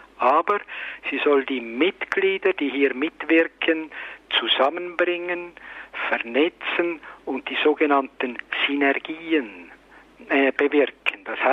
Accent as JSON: {"language": "German", "country": "Switzerland", "said": "Erstens sind wir als Bürger der Schweiz in ein System eingebunden"}